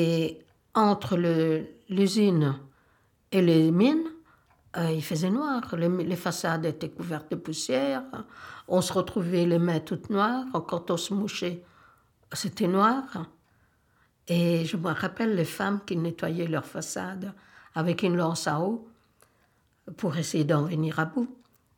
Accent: Tuscany, Italy; French is a second language; moved away as an adult; now in Flémalle, Belgium; une commune où j'habite depuis mon arrivée en Belgique. Et je viens de Toscane. Je suis née là-bas et j'habitais là-bas jusqu'à l'âge de 21 ans, lorsque je me suis mariée. Et je suis venue ici parce que mon mari habitait ici.

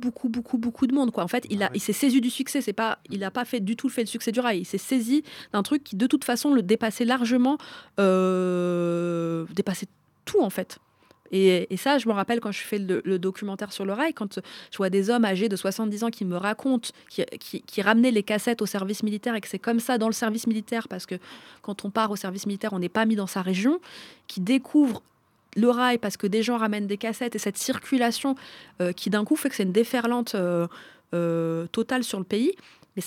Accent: Paris, Île-de-France, France; Moi, je le dis aussi d'un point de vue de franco-tunisienne. Je suis née à Paris, j'y ai grandi.

